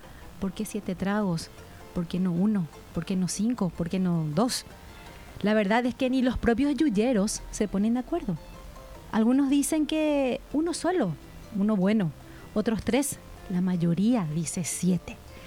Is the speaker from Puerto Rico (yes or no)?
no; Paraguay